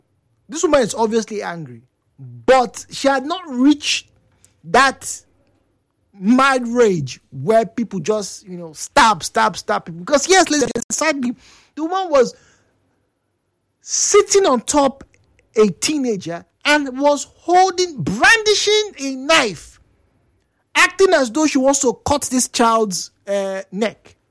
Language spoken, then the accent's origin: English; Nigeria; it's something that, as a Nigerian, and maybe as a human being, and probably as an African human being, you know, you probably have had a personal experience.